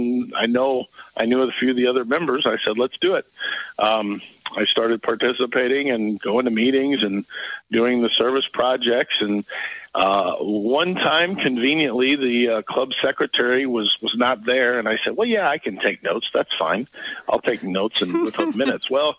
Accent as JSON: {"language": "English", "town": "Muskoda", "country": "United States", "tie": "born or raised there", "also_born_or_lived": "Shiloh", "said": "So Muskoda is my hometown. I moved all the way to Shiloh, 10 miles away, when I got married and graduated from college. In 2006, I came back to Muskoda for work"}